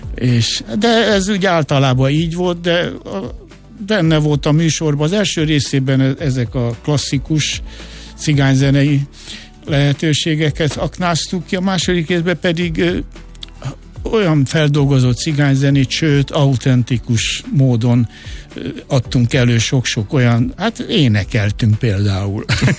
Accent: Budapest, Hungary; born there; ahol én születtem, a Pesszent Erzsébet, ma már csak Erzsébet 20. kerület

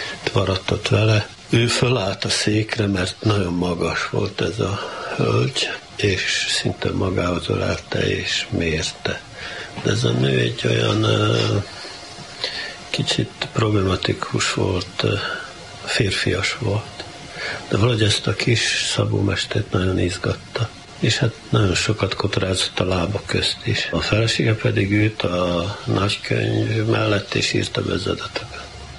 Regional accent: Kanjiža, Vojvodina, Serbia; én a Kanizsán a Jézus szíve szobor, illetve a szindikátus otthon, illetve a könyvtár és színház épület melletti lévő lovasházban, úgynevezett lovasházban, mert az ajtó fölött gipsz lófejek voltak, születtem 1940-ben.

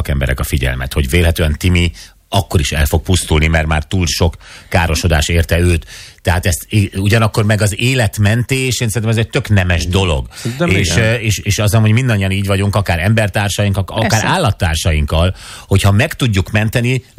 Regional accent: Hungary; mi magyarok a Balatonban

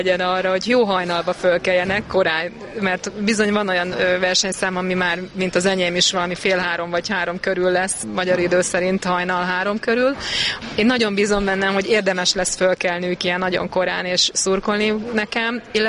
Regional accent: Hungary; Én teljes mértékben magyar vagyok Magyarországon.

